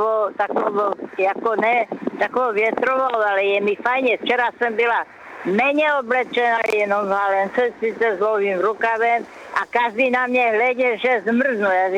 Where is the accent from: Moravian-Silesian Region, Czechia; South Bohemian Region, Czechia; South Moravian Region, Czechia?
Moravian-Silesian Region, Czechia; Krnov; Nejvíce ty hory a moje rodné město, to je Krnov